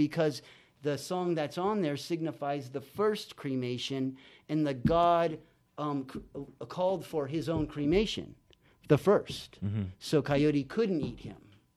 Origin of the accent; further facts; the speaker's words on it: San Bernardino, California, United States; also born or lived in San Felipe, Mexico; so I kind of feel like I'm kind of from San Felipe and then also from San Bernardino. Most people don't know that about me, but I partially grew up in Mexico during the summers